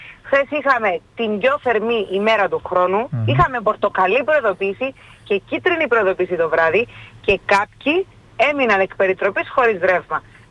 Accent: Limassol, Limassol District, Cyprus; Και έξω από τη Λεμεσό η πόλη μου είναι πανέμορφη.

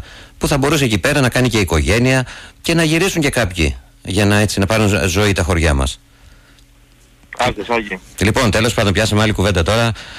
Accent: Central Greece, Greece; από την περιοχή μου εκεί κοντά στο Καρπενήσι.

